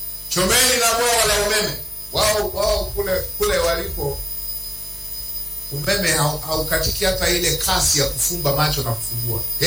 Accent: Tanzania; kama Mtanzania

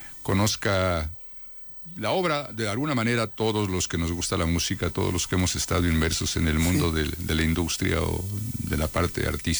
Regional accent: Mexico; con un gran sabor de pertenencia, ¿no? Como sí, mexicanos.

